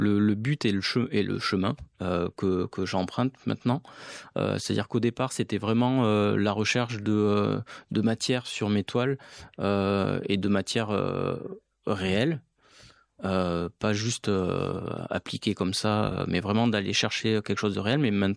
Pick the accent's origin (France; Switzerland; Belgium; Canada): France; Auvergne-Rhône-Alpes; born there; Alors, pour la petite histoire, moi, je suis né en Auvergne, donc pas très loin des volcans.